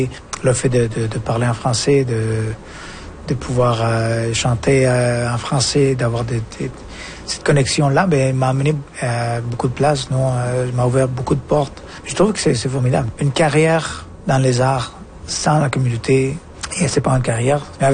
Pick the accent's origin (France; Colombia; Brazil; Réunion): Colombia; also born or lived in Quebec; now in Alberta, Canada; je viens de la Colombie, mais j'habitais au Québec, alors je viens de Québec, du Québec aussi. Puis quand je vais ailleurs, je viens de la Colombie, j'ai passé par le Québec, mais je viens de l'Alberta.